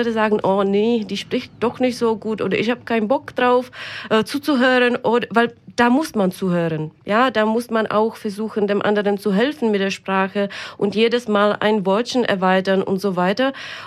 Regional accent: Rüsselsheim, Hesse, Germany; Auch aus Rüsselsheim.

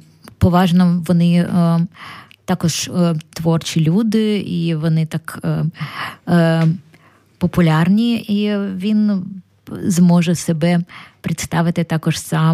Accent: Kharkiv, Kharkiv Oblast, Ukraine; now in Germany; я дорослішала у Харкові

